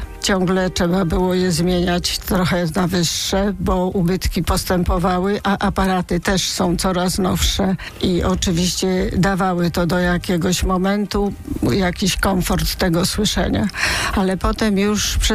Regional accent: Gdańsk, Pomeranian Voivodeship, Poland; u nas w Gdańsku

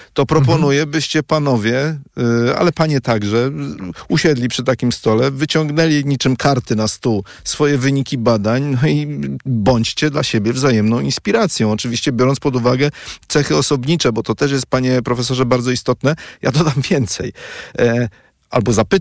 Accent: Łódź, Łódź Voivodeship, Poland; obaj jesteśmy z Łodzi.

